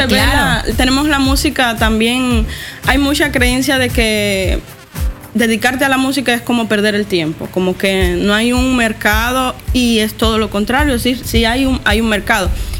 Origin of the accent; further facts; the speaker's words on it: Cuba; moved away as an adult; also born or lived in Jamaica; yo vengo de Cuba, en Cuba me gradué del conservatorio